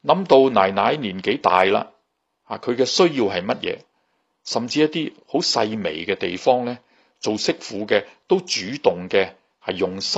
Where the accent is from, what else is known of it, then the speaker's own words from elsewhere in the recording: China; 我谂我哋作为中国人，我哋都知道婆媳点样相处融洽，系世世代代一直存在嘅问题。